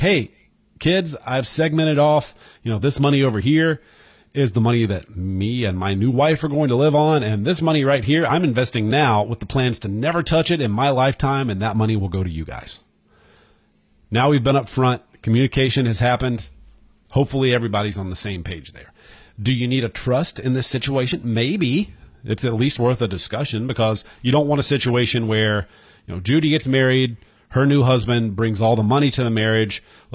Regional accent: North Carolina, United States; he found out I was from North Carolina, and he immediately started talking about Andy Griffith.

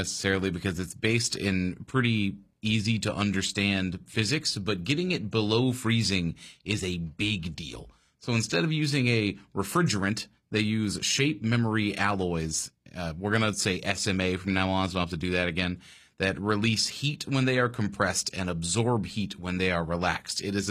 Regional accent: United States; I am so American that it hurts.

